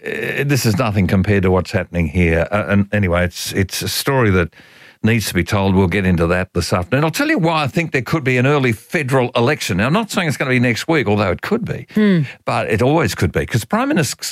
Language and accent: English; Sydney, New South Wales, Australia; born there; I was born in Sutherland Shire in Sydney.